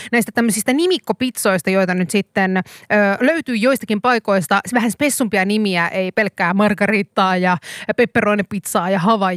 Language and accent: Finnish; Kuopio, North Savo, Finland; Mä oon Kuopiosta.